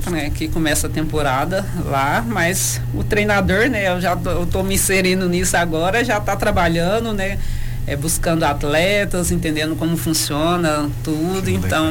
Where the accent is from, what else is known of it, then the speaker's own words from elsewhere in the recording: Sacramento, Minas Gerais, Brazil; moved away; eu sei que muita gente aqui de Sacramento me acompanha